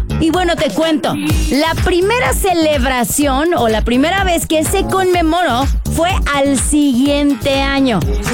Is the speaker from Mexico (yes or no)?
yes; Mexico